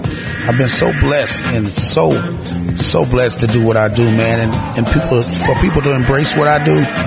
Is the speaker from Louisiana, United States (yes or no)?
yes; Pine Grove, Louisiana, United States; I'm from the South. I'm from Pine Grove, Louisiana, which is on the outskirts of New Orleans.